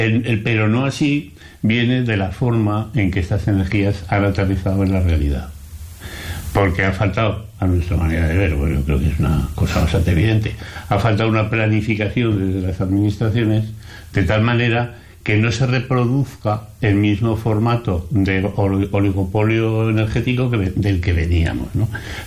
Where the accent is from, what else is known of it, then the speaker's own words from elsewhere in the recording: Aragon, Spain; moved away; Yo vengo de Aragón, he vivido muchos años en Aragón